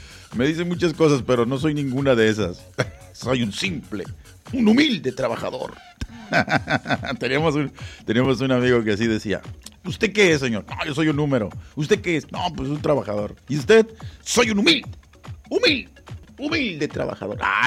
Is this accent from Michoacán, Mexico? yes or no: no; Guadalajara, Jalisco, Mexico; now in Tijuana, Mexico; Yo soy de Guadalajara, Jalisco, México. Sí, señor. Orgullosamente. Yo no puedo decir que soy de otra parte.